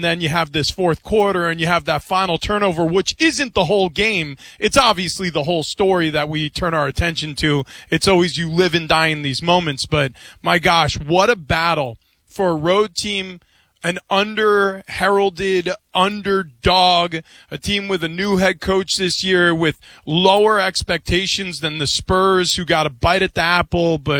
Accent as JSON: {"language": "English", "area": "Long Island", "region": "New York", "country": "United States", "tie": "born or raised there", "moved": "yes"}